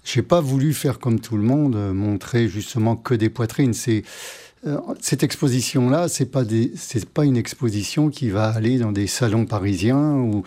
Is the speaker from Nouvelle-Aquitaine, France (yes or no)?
no; Fécamp, Normandy, France; moved away as an adult; also born or lived in Marseille; now in Trèbes, France; Je suis normand d'origine, j'ai travaillé en port maritime à Fécamp, ma ville natale.